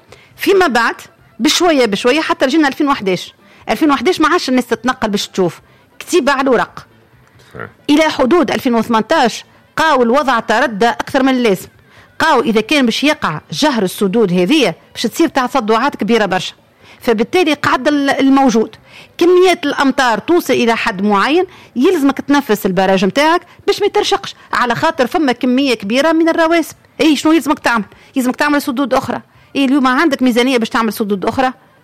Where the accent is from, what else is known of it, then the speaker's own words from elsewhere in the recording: Tunisia; انا مواطن تونسي